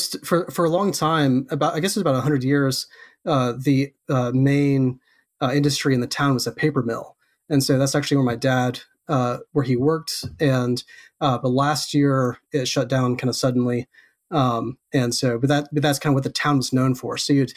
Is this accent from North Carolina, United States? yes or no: yes; Canton, North Carolina, United States; also born or lived in Athens, Georgia; So I was born in Athens, Georgia. But my parents, when I was quite young, my parents moved to Western North Carolina. And so I grew up in a small town called Canton, which is just outside of Asheville, North Carolina.